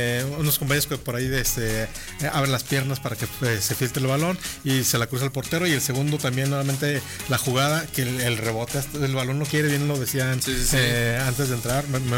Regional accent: Mexico; nos inventamos los mexicanos.

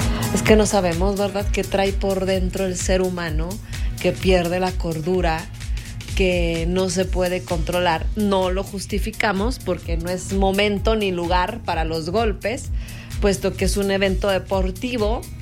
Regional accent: Comarca Lagunera, Mexico; nosotros, laguneros

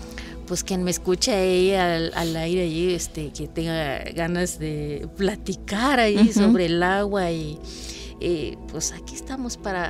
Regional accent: Palmital, Veracruz, Mexico; yo soy de Palmital, de una comunidad allá, y orgullosamente, ay, pues, bueno, de allá.

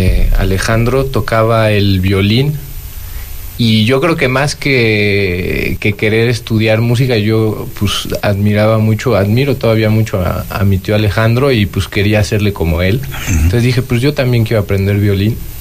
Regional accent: Mexico City, Mexico; also born or lived in Portugal / Jungapeo; yo crecí y viví toda mi infancia, mi adolescencia en México, en Ciudad de México. Ajá. Pero soy nacido en Portugal, di mis primeros pasos en Jungapeo, entonces soy mexicano portugués.

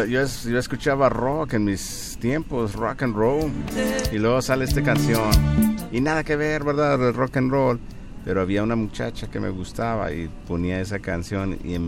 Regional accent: Mexico; cuando yo estaba creciendo en Ejido Morelos

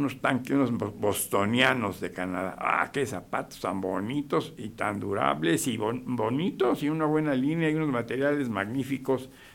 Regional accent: Guadalajara, Jalisco, Mexico; Pues en Guadalajara, sabe usted, mi tierra

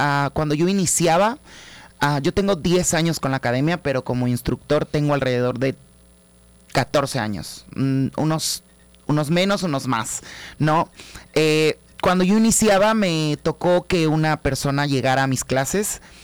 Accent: Tabasco, Mexico; Llega por el gusto familiar de bailar, como buena familia tabasqueña.

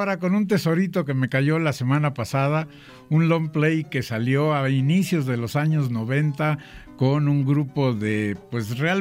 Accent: Mexico; Para los que somos mexicanos sabemos que La Morralla es pues el cambio

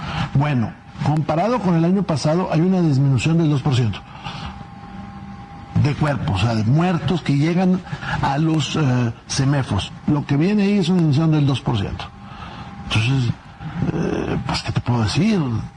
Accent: Mexico

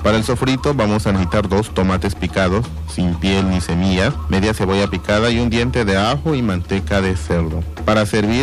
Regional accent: Tabasco, Mexico

